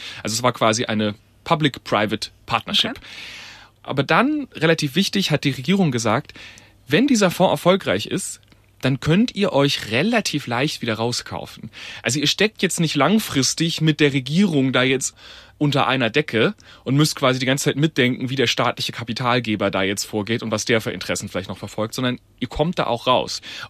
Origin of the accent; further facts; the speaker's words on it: Heilbronn, Baden-Württemberg, Germany; also ich liebe meine Heimat natürlich, aber ehrlicherweise Heilbronn ist jetzt nicht die sexieste Stadt.